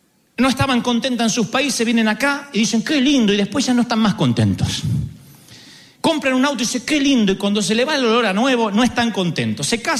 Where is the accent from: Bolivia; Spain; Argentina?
Argentina; Porque somos argentinos.